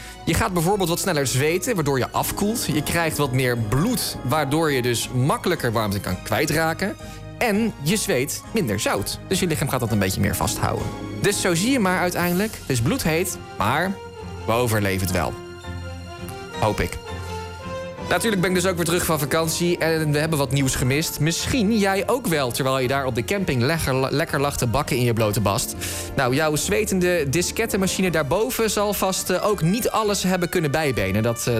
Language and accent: Dutch; Netherlands; als Nederlanders klagen we daar soms toch wel een klein beetje over.